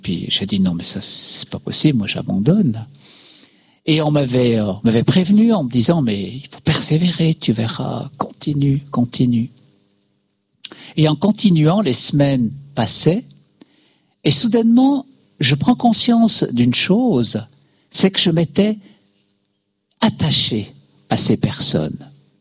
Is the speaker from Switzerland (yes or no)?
yes; Switzerland; Chez nous en Suisse